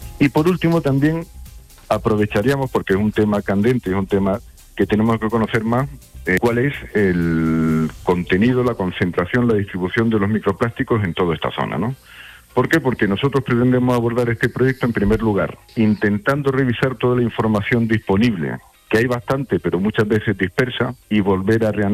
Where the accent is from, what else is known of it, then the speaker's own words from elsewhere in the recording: San Roque, Andalusia, Spain; born there; moved away; Yo parte de mi infancia la pasé en San Roque.